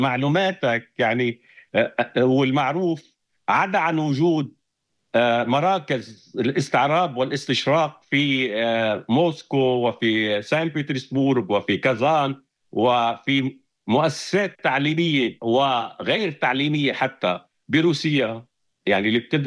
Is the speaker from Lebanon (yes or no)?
yes; Lebanon; moved away as an adult; now in Russia; أنا مثلا على سبيل الافتراض بلبنان، عندما كنت لبنان قبل أن أترك لبنان وأنتقل نهائيا لروسيا، أنا مواطن روسي لبناني، أسست البيت اللبناني الروسي